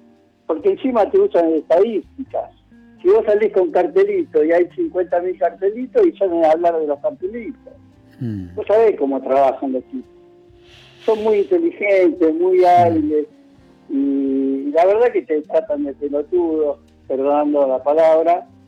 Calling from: Mar del Plata, Buenos Aires Province, Argentina; de Mar del Plata, otro más de Mar del Plata.

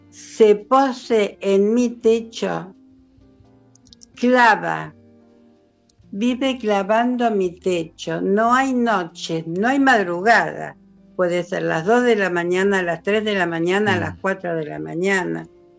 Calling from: Ituzaingó, Buenos Aires Province, Argentina; De Ituzaingó.

